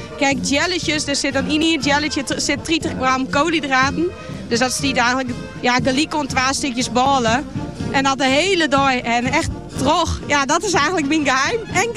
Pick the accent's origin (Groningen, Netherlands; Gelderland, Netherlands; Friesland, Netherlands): Friesland, Netherlands; En ik denk dat wij daar als Friesen heel goed in binnen.